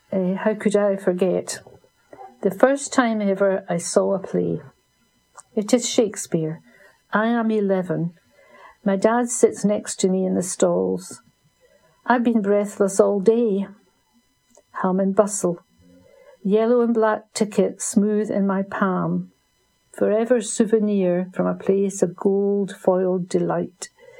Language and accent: English; Dunfermline, Scotland, United Kingdom; from Dunfermline, and I'm delighted to be back to read a few more poems.